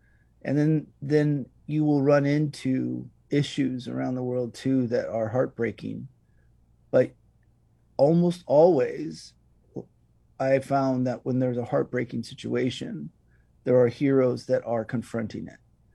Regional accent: Hawaii, United States; And, you know, in the 70s, growing up on the Big Island, it was almost like a developing country, but I mean that in a really good way, quite rural. I was the only Haole kid, Caucasian kid of my friends growing up.

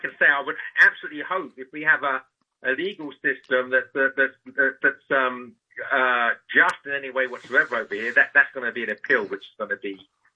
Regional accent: England, United Kingdom; I was sentenced to prison for editing a magazine in England, my native land, as you can tell from my accent.

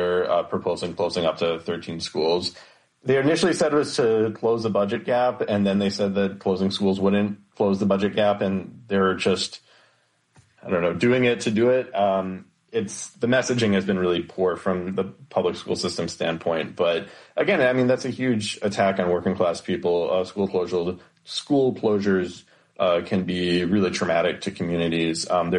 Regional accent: Maryland, United States; I grew up in Maryland. And in Maryland, the kind of like classic get-to-know-you question is, what high school did you go

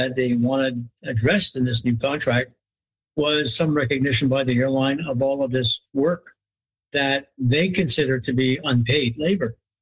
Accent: Canada; We as a Canadian society have accepted

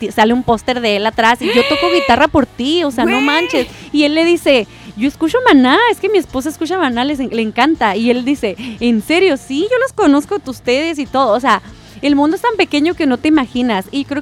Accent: Mexico; somos los mexicanos

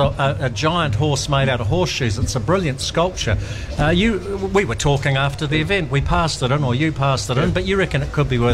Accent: Riversdale, Southland, New Zealand; in my hometown of Riversdale

